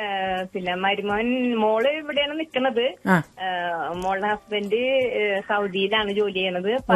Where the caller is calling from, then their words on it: North Paravur, Kerala, India; North Paravur, Perumpadanna.